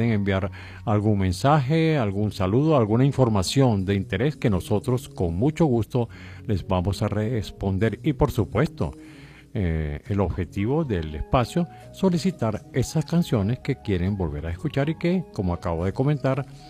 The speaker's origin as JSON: {"language": "Spanish", "country": "Venezuela"}